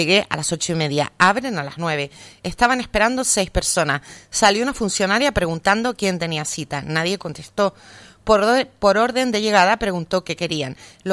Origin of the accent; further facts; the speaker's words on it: Ingenio, Canary Islands, Spain; Las caladoras de mi pueblo de Ingenio le van a hacer una serie de regalos calados al Papa.